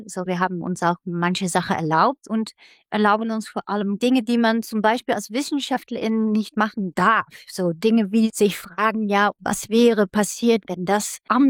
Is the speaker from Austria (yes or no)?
no; Netherlands; German is a second language; Ich komme ja aus den Niederlanden, so für mich war das relativ unbekannter Stoff. So, ich bin da nicht in die Schule mit aufgewachsen